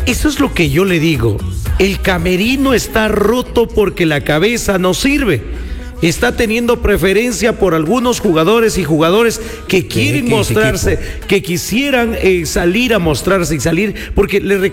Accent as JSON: {"language": "Spanish", "country": "Ecuador", "said": "Como ecuatoriano lo digo"}